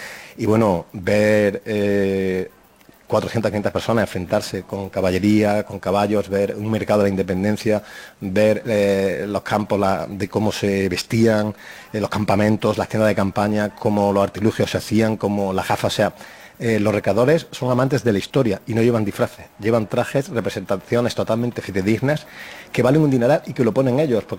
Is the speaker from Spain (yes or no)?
yes; Spain; la hispanidad de cómo somos los españoles